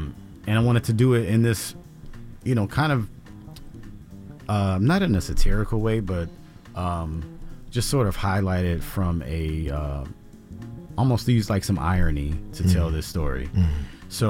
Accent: Washington, District of Columbia, United States; So my mother, I grew up in Washington, D.C.

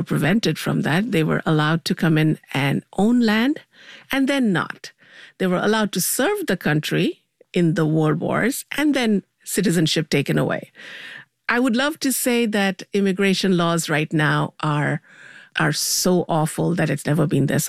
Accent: India; So when I went to New York, I bought a Rand McNally map in those days. That was the thing you did as an Indian immigrant student.

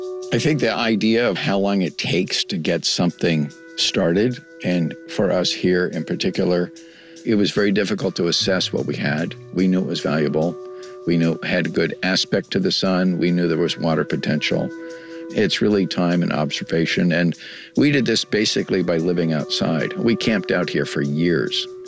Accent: California, United States; moved away as an adult; also born or lived in Hawaii; now in Washington State, United States; We grew up in California.

